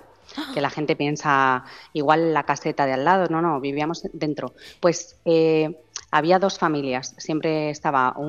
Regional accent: Madrid, Community of Madrid, Spain; Sí, somos de Madrid, yo vivo en Madrid, pero paso muchísimo tiempo entre Ibiza y Formentera.

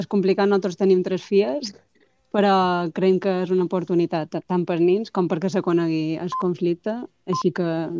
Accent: Bunyola, Balearic Islands, Spain; ja havia estat també l'any passat a Bunyola, nosaltres som de Bunyola i mos coneixíem.

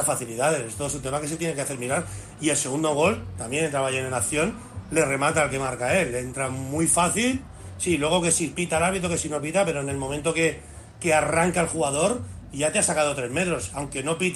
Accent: Spain; como español que somos

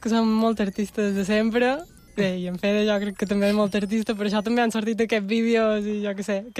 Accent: Mallorca, Balearic Islands, Spain

